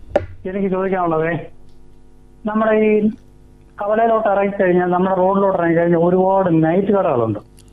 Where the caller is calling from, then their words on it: Kurichi, Kerala, India; ഇത് കോട്ടയം ജില്ലയിലെ കുറിച്ചി.